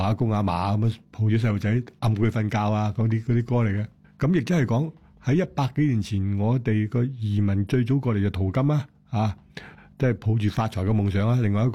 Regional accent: Guangdong, China; 就是我哋广东人嘅叫做口水歌，我哋叫口水歌

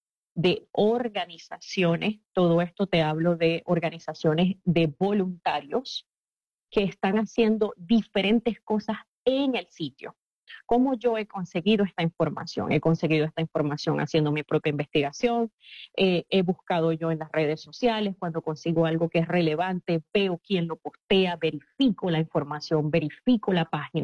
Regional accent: Venezuela; moved away; nos preguntamos como venezolanos, ¿qué puedo hacer? Es mi país quien se está partiendo literalmente y yo estoy de este lado del planeta.

